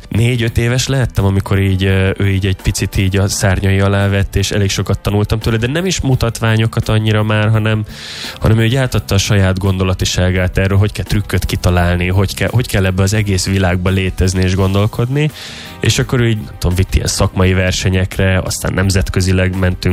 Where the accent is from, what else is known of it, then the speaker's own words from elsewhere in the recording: Kapuvár, Győr-Moson-Sopron, Hungary; tehát hogy így én egy 10 000 fős kisvárosban, Kapuváron nőttem fel, nem is ismertem olyan embert, aki esetleg megél abból, hogy akár zenél